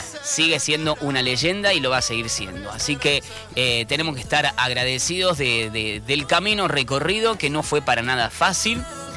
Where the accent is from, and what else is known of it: Argentina